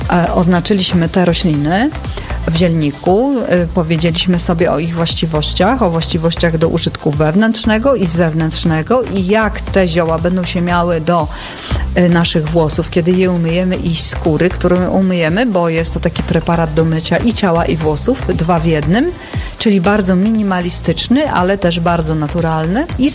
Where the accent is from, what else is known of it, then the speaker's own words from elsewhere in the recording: Warmian-Masurian Voivodeship, Poland; Tak, Warmia Mazury, bo ja jestem stąd